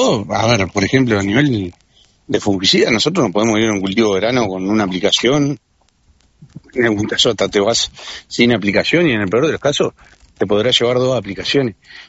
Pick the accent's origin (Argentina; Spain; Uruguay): Uruguay; lo que podemos hacer como uruguayo